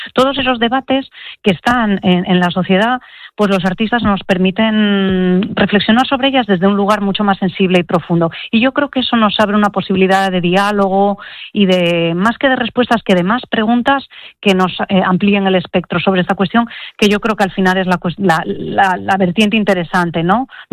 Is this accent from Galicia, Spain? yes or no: no; Asturias, Spain; Nosotros en Asturias tenemos artistas de un nivel extraordinario